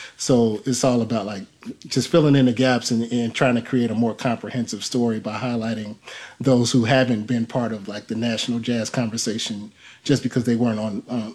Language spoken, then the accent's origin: English; Gary, Indiana, United States; now in Indianapolis, United States; in my hometown of Gary